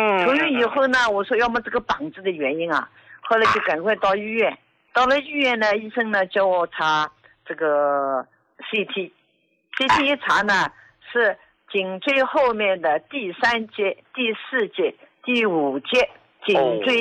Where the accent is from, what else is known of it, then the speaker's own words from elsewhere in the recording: Jiangsu, China; 我今年73岁，我是江苏的。